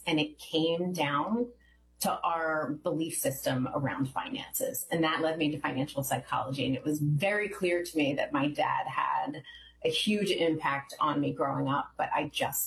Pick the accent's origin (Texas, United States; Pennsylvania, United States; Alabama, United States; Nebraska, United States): Pennsylvania, United States; Havertown; Havertown, PA.